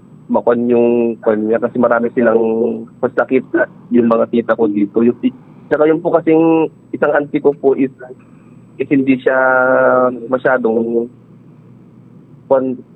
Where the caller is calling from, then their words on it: Angadanan, Cagayan Valley, Philippines; Opo, Angadanan, Isabela.